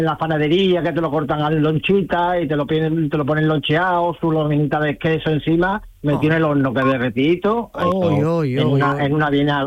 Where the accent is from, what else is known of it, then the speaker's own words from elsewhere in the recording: Andalusia, Spain; aunque yo siempre soy de Canal Sur, por mi tierra